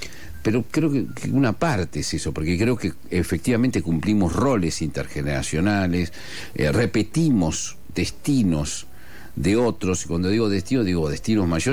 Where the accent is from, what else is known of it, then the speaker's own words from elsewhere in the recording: Argentina; soy argentino, porque no había tenido que hacer gran esfuerzo, pero sí, había vivido como en un mundo, en una... Yo pertenezco a esa comunidad española